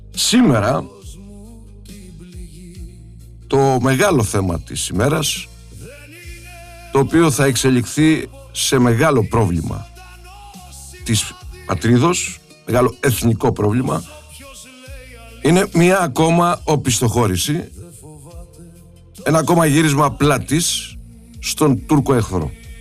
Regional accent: Mystras, Peloponnese, Greece; στην καστροπολιτεία του Μιστρά, στα μέρη μου

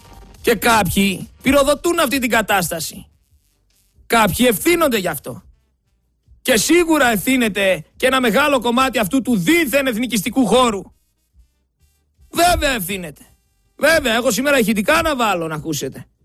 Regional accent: Greece; Εγώ δεν είμαι με κανέναν, εγώ είμαι Έλληνας.

